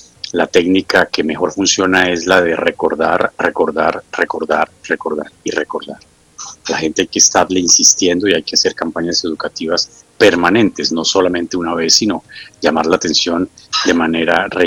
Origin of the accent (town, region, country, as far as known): Colombia